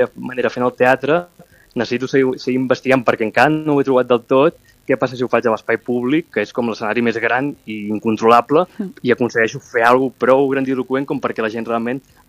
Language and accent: Catalan; Mataró, Catalonia, Spain